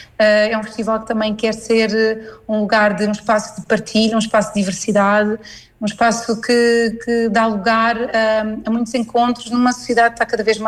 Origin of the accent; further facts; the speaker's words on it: Mafra, Lisbon, Portugal; now in São Pedro do Sul, Portugal; eu própria não sou daqui, sou de Mafra, portanto eu já mudei para cá há muitos anos